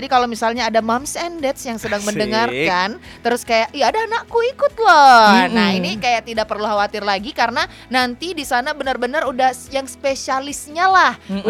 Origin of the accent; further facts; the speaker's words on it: Makassar, South Sulawesi, Indonesia; kita orang Makassar